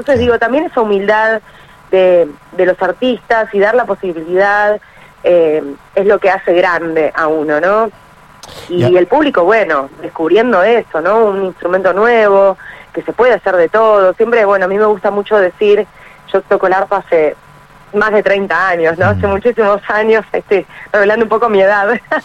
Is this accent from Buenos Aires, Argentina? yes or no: yes; Buenos Aires, Argentina; Digamos, tengo mi parte rockera que siempre, si así, yo soy porteña, así que bueno, nada, me gusta todo lo que es el rock.